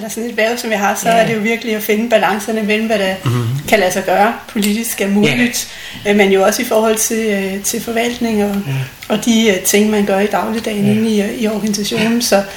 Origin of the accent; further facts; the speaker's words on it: Nakskov, Zealand, Denmark; now in Rødovre, Denmark; Jeg er født i Nakskov, på Nakskov sygehus.